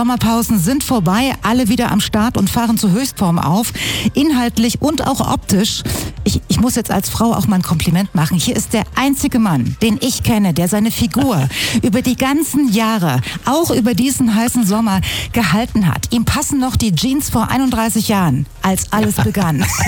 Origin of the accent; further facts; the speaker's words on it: Weimar, Thuringia, Germany; Ich sag, ja, ich komme aus Weimar.